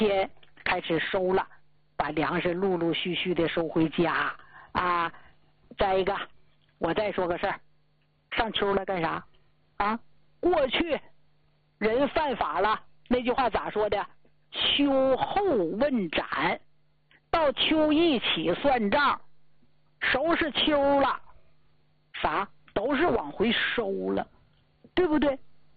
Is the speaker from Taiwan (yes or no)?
no; Northeast China, China; 土生土长的东北人，你像我现在我就愿意在东北待着，这北京还将就，你再往南一点我受不了